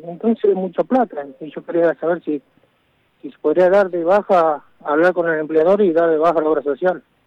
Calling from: Merlo, Buenos Aires Province, Argentina; Yo soy de Pontevedra, Merlo, pero estoy trabajando acá en Moreno.

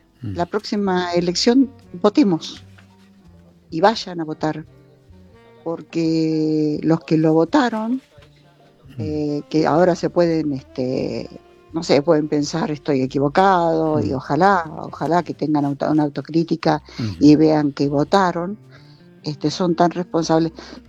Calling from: La Plata, Buenos Aires Province, Argentina; soy de La Plata

